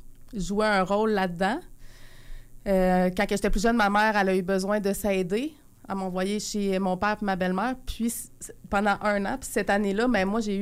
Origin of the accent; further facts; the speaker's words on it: Quebec City, Quebec, Canada; J'ai 34 ans. Moi, je viens de Charlebourg. Je viens d'ici. J'ai grandi dans une famille aimante.